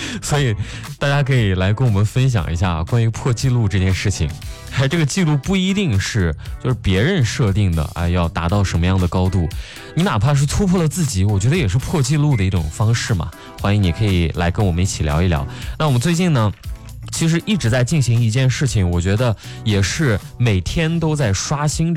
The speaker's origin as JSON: {"language": "Chinese", "region": "Xinjiang", "country": "China", "tie": "born or raised there", "moved": "yes", "said": "美丽的新疆，我的家乡，"}